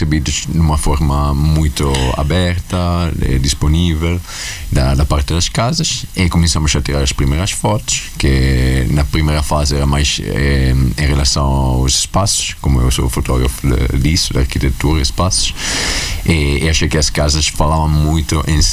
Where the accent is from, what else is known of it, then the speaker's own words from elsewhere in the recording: Vimercate, Lombardy, Italy; Portuguese is a second language; moved away as an adult; also born or lived in Porto, Portugal; now in Venice, Italy; Eu nasci e cresci em Milano, perto de Milano, digamos, é uma aldeia, chama-se Vimercate, mas nos últimos 8 anos estou a morar em Veneza, então considero-me daí, de Veneza, agora.